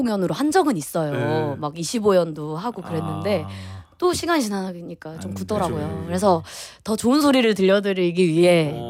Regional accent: Anyang, Gyeonggi Province, South Korea; 제가 안양 출신이거든요.

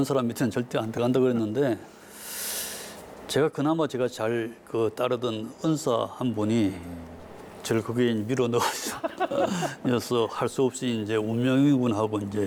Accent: Busan, South Korea; 부산으로까지 피난 가서 거기서 태어났습니다.

